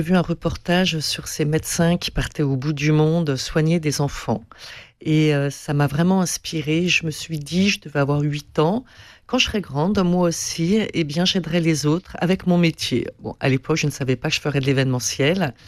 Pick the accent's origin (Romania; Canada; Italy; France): France; Paris, Île-de-France; now in Montpellier, France; Je suis parisienne, je connaissais cette course à pied.